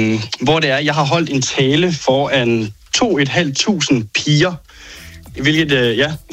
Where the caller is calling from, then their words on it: Aabenraa, Region of Southern Denmark, Denmark; Jeg ringer fra Åbenrå nede i Sønderjylland.